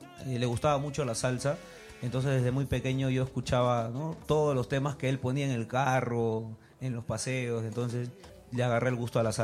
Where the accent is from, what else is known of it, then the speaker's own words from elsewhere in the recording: Lima, Peru; Yo soy de La Victoria.